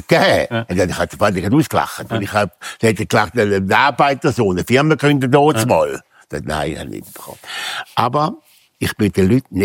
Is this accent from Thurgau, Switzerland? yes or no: yes; Bichelsee-Balterswil, Thurgau, Switzerland; Nicht vergessen, vom Thurgau, von Bichersee, Balterschwil. Und der Thurgau wird meine Heimat bleiben.